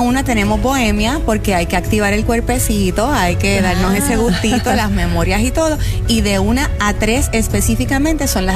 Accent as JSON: {"language": "Spanish", "country": "Puerto Rico"}